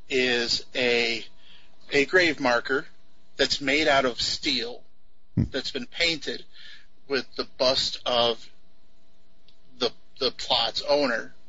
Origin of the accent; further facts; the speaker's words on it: United States; The town I grew up in here on the New York, Pennsylvania border is a very, very active town